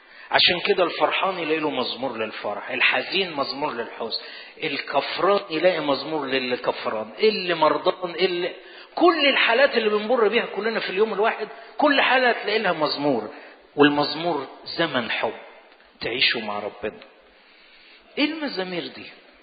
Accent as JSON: {"language": "Arabic", "region": "Karak Governorate", "country": "Jordan", "said": "لأن مؤاب دي محافظة عندنا في الأردن اسمها الكرك، لسه موجودة لحد الآن"}